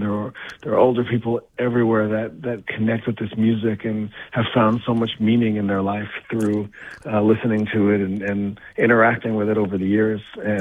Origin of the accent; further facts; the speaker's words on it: Miami, Florida, United States; also born or lived in Montclair, New Jersey; I grew up in Miami, Florida.